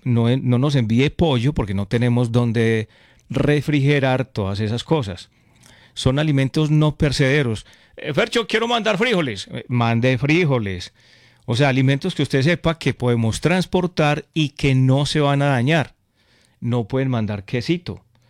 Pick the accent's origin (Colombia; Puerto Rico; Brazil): Colombia; Concordia, Antioquia; moved away; yo soy del pueblo, yo soy de Concordia.